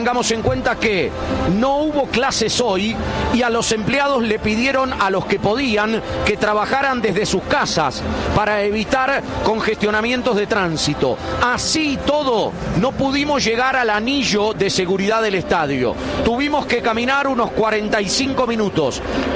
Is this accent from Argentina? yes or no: yes; Argentina; México es muy parecido a la Argentina. Encima nosotros venimos de Estados Unidos